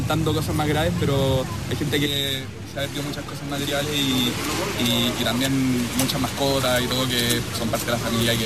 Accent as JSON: {"language": "Spanish", "country": "Chile", "said": "Y yo creo que es algo que tenemos como chilenos y que hay que ir a ayudar donde sea, cuando sea, como sea."}